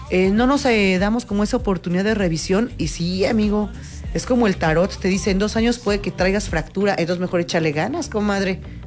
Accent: Santiago de Querétaro, Querétaro, Mexico; somos queretanos de cepa, los que sí somos queretanos de, uh-huh, bisabuelos, tatarabuelos, uh-huh, de toda la vida que hemos visto el crecimiento de la ciudad.

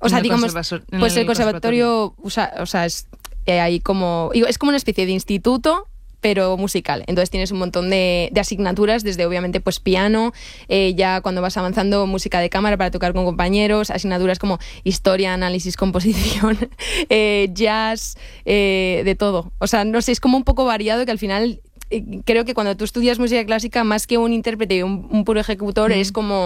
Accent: Madrid, Community of Madrid, Spain; Pero yo sí, soy madrileña.

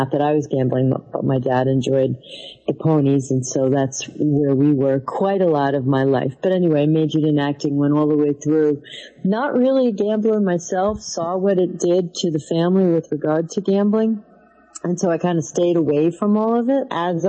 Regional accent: New York City, New York, United States; also born or lived in Yonkers, New York; I was born in the Bronx and raised in both the Bronx and Yonkers, so I too am a New York girl.

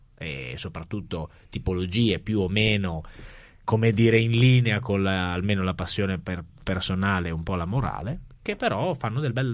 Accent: Friuli-Venezia Giulia, Italy; del Friuli, della nostra regione.

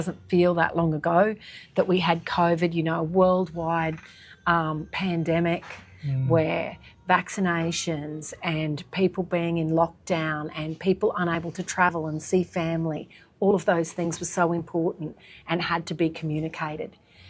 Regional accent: Queensland, Australia; also born or lived in Brisbane / Boonah / Tanda / Yeppoon; I come from Brisbane. I lived a lot of my life in regional Queensland. So born in Brisbane, but then spent time at a place called Boona, just outside Brisbane, then a place called Tanda, just outside Gympie.

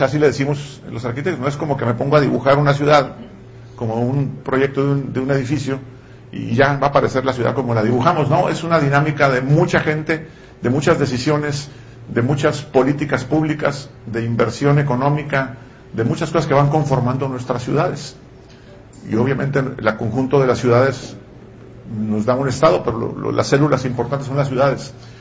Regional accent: Tijuana, Baja California, Mexico; soy arquitecto, obviamente no soy de Mexicali, soy de Tijuana, pero californiano.

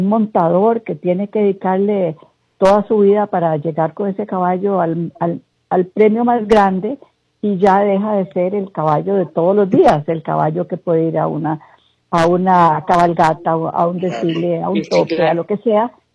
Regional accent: Costa Rica; Tenemos que seguir siendo como Costa Rica un punto clave para el mundo. Somos el centro de las Américas

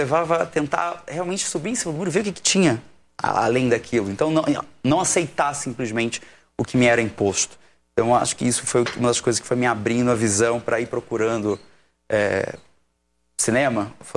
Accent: Niterói, Rio de Janeiro, Brazil; born there; Sou carioca também, nasci em Niterói.

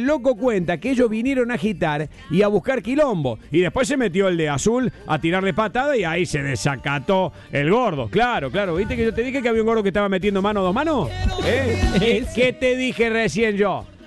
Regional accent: Argentina

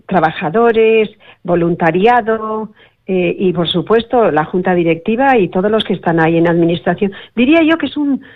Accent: Tolosa, Basque Country, Spain; born there; now in Gijón, Spain; Bueno, mi padre era navarro, yo soy vasca de Tolosa.

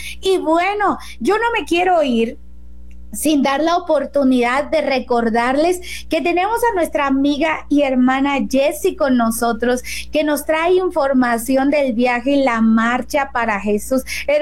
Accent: Zihuatanejo, Guerrero, Mexico; moved away; Es mi tierra por allá.

